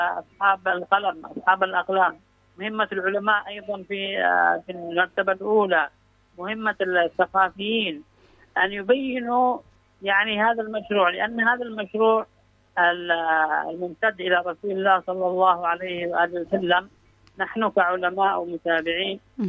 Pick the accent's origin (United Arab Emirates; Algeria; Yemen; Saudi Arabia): Yemen; وهكذا عندنا في اليمن.